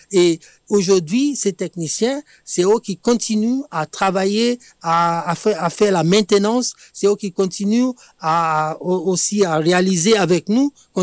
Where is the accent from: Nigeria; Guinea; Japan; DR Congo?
Nigeria; now in Prades-le-Lez, France; Et moi, je suis originaire du Nigeria.